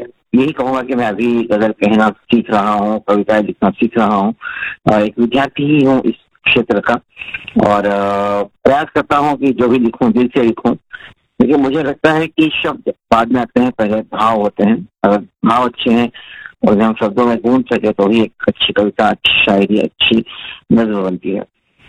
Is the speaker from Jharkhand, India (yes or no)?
no; Indore, Madhya Pradesh, India; moved away as an adult; also born or lived in Ujjain / Ghaziabad; now in Dubai, United Arab Emirates; इंदौर में पला बढ़ा और मेरी शिक्षा उज्जैन में हुई।